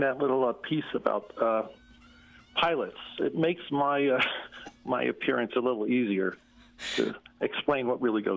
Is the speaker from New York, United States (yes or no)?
yes; New York, United States; moved away as an adult; I am born and raised in New York